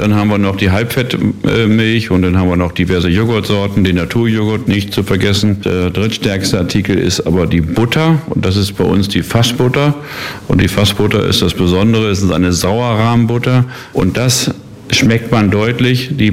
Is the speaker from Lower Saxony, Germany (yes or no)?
yes; Lower Saxony, Germany; moved away as an adult; now in Uckermark, Germany; Gebürtig komme ich aus dem Raum Hannover